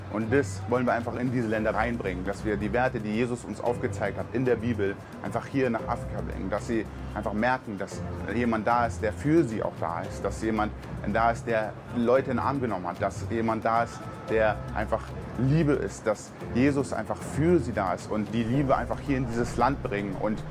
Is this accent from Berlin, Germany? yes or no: yes; Berlin, Germany; Ich komme aus Berlin